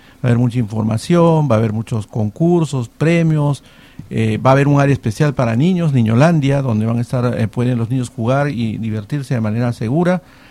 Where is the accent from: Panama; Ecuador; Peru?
Peru; moved away; Yo soy peruano